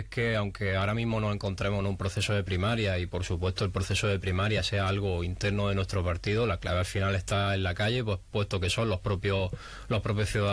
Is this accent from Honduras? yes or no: no; El Ejido, Andalusia, Spain; somos vecinos y somos ciudadanos de Ejido